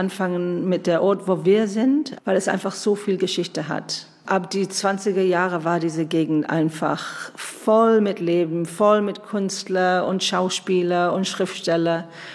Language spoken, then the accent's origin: German; United Kingdom; German is a second language; now in Berlin, Germany; Ich komme aus Großbritannien